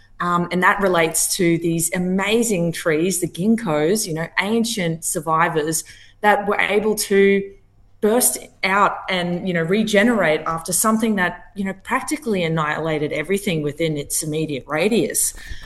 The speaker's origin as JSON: {"language": "English", "town": "Alligator Creek", "region": "Queensland", "country": "Australia", "tie": "born or raised there", "said": "I grew up in Alligator Creek, a rural village in North Queensland, surrounded by bushland, beaches, cane fields."}